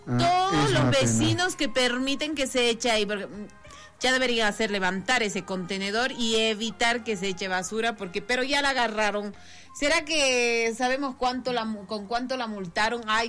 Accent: Bolivia

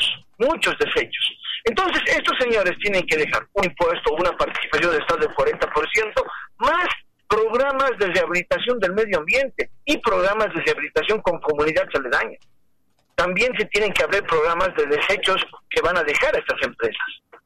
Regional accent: Bolivia

